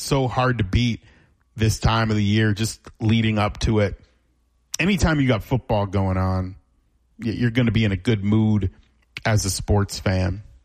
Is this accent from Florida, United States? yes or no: yes; Florida, United States; I grew up in South Florida. I have lived in South Florida my entire life. I'm here in South Florida much of the year.